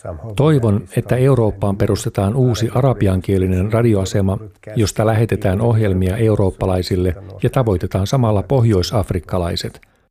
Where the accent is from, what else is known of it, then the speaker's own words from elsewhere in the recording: Egypt; also born or lived in Mauritania / Jordan; now in Spain; Olen kotoisin Egyptistä ja vaimoni on Irakista. Tapasimme Jordaniassa ja muutimme Mauritaniaan.